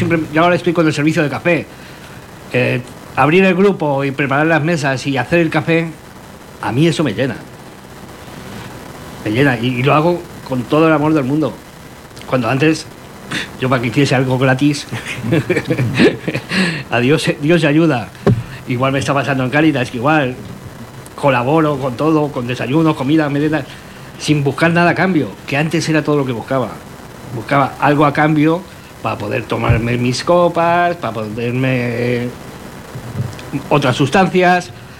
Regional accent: Madrid, Community of Madrid, Spain; moved away; yo soy de Madrid. Yo entré en Madrid, en Alcohólicos Anónimos.

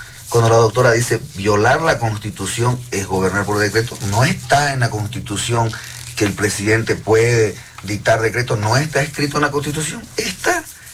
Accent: Bolivia; soy diputado oficialista

